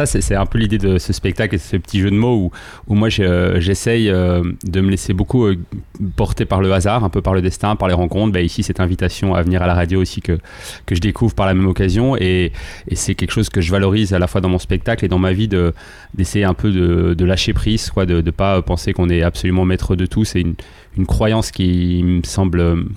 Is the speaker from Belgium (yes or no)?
yes; Brussels area, Belgium; je suis belge. Alors, j'ai grandi et vécu la majorité de ma vie tout près de Bruxelles et j'ai toujours été passionné d'écriture, de lecture aussi évidemment.